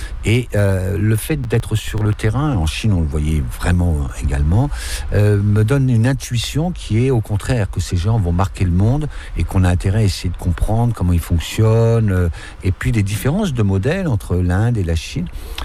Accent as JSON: {"language": "French", "town": "Tours", "region": "Centre-Val de Loire", "country": "France", "tie": "born there", "also_born_or_lived": "Ille-et-Vilaine", "said": "Donc, je vais voyager depuis que je suis né. Donc, je suis né à Tours. Quelques mois après, je suis baptisé à Nîmes. Ensuite, on remonte en Ille-et-Vilaine."}